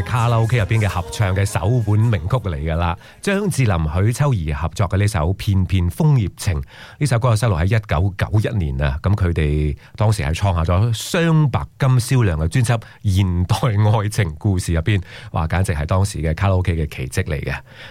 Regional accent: China; 我觉得系咪我哋中国人咧，对于秋天嗰种绚烂嘅色彩

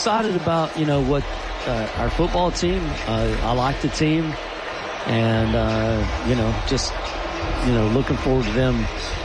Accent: Mesquite, Texas, United States; But what the people don't know is I grew up in Mesquite, Texas, and I was a huge Dallas Cowboys fan.

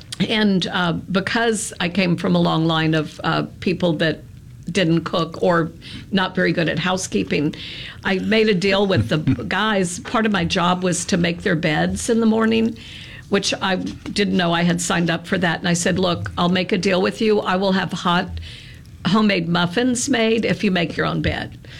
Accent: Natchez, Mississippi, United States; I'm from Natchez, don't you know?

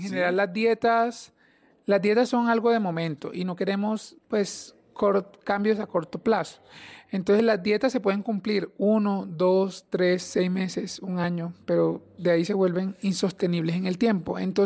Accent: Magangué, Bolívar, Colombia; moved away; also born or lived in Bucaramanga, Santander; Orgullosamente, no soy santanderiano, soy de la costa, soy de Magangué, Bolívar, pero soy un santanderiano adoptado, 5 años viví en Bucaramanga.

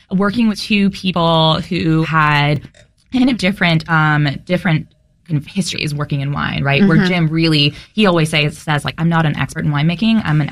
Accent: South Korea; So, like, I grew up in Korea, so I grew up around fermentation. So I learned how to make Korean traditional alcohol.

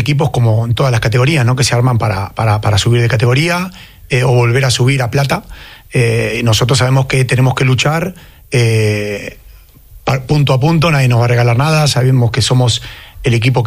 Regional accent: Argentina; moved away as an adult; now in Spain; éramos 3 argentinos perdidos en el País Vasco

